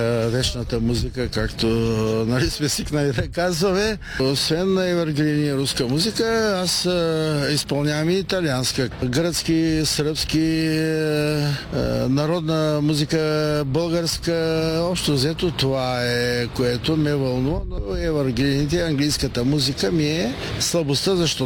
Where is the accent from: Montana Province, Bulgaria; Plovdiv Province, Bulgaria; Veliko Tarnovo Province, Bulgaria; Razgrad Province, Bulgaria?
Razgrad Province, Bulgaria; Razgrad; съм от Разград.